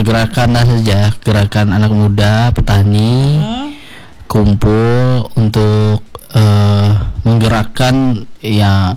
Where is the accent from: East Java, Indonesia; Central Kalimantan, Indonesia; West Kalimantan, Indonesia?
Central Kalimantan, Indonesia; Palangka Raya; also born or lived in Pulang Pisau; Oh, asli saya kan orang Palangkaraya.